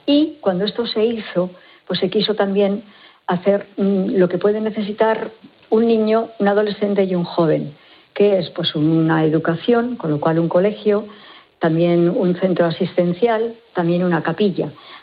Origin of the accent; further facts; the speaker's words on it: Bañares, La Rioja, Spain; Pues una de Logroño, como soy yo, soy de Bañares, ¿eh? Bañares.